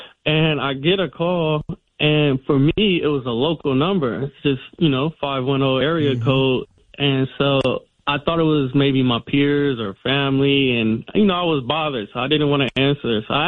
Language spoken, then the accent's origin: English; San Francisco, California, United States; I grew up in Hunters Point, which was right across the street from the old Candlestick Park Stadium.